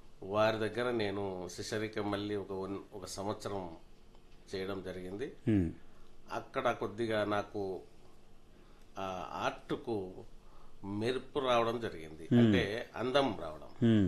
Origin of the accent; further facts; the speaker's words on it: Gandravupalli, Telangana, India; మా ఊరు వచ్చేసి గ్రామం గండ్రవుపల్లి